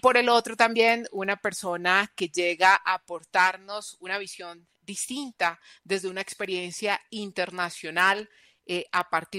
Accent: Colombia

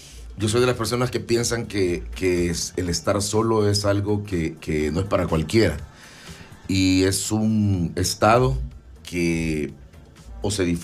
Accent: Santa Ana, El Salvador; born there; now in San Salvador, El Salvador; soy cantautor salvadoreño, nacido en Santa Ana, viviendo aquí en San Salvador.

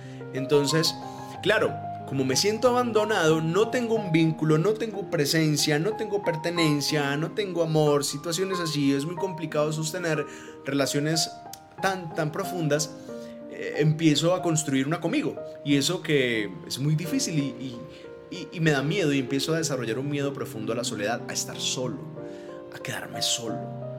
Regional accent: Caquetá, Colombia; now in Medellín, Colombia; Yo no soy de Medellín, pero vivo en Medellín hace 20 años quizás, más o menos, soy de Caquetá, del sur del país, y llegar aquí solo, con unos amigos

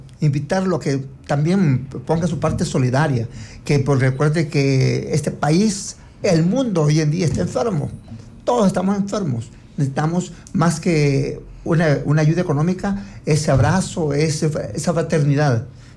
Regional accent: El Salvador; como salvadoreños que somos

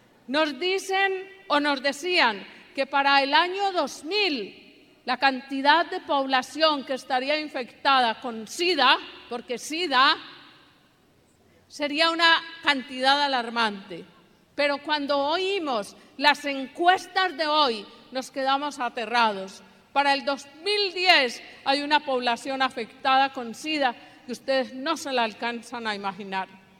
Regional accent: Medellín, Antioquia, Colombia; en mi tierra, en Medellín.

